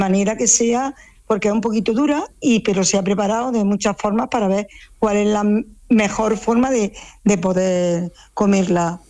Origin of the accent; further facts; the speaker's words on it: Andújar, Andalusia, Spain; Pues yo, aunque todavía soy joven, pero y aunque soy de Andújar, pero yo creo que es porque es un animal que es autóctono de aquí, de esta zona.